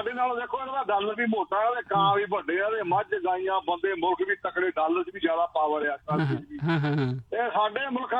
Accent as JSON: {"language": "Punjabi", "region": "Punjab", "country": "India", "tie": "born or raised there", "said": "ਜਲੰਧਰ ਨਾਲ ਸਾਡੀਆਂ ਬੜੀਆਂ ਪੁਰਾਣੀਆਂ ਯਾਦਾਂ ਜੁੜੀਆਂ ਹੈ ਤੇ ਮੇਰਾ ਪਿੰਡ ਵੀ ਜਲੰਧਰ ਜ਼ਿਲ੍ਹੇ ਦਾ ਆਖਰੀ ਪਿੰਡ ਹੈਗਾ"}